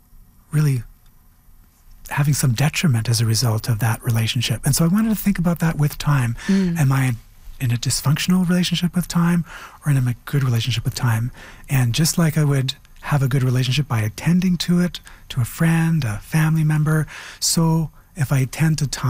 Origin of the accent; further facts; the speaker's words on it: Canada; You know, I'm wholly Canadian. I'm not some portion Canadian. I'm wholly Anishinaabe, not some portion Anishinaabe.